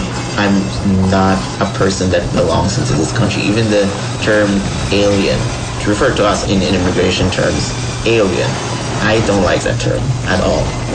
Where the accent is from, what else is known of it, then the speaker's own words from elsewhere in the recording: Philippines; moved away; I'm Filipino and I'm gay